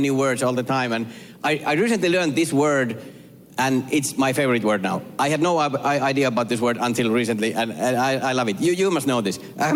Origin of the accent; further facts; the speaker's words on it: Finland; English is a second language; moved away; yes, I am from Finland.